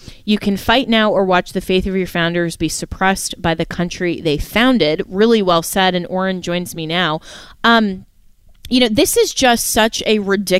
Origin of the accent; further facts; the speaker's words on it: Florida, United States; Attorney General James Uthmeyer here in my home state of Florida posted in response